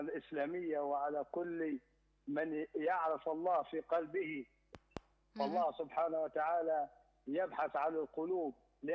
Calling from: Libya; بلادنا ليبيا الحبيبة

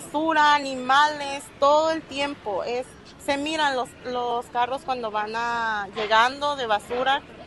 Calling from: Tijuana, Baja California, Mexico; Yo soy de aquí de Tijuana, de la colonia El Niño

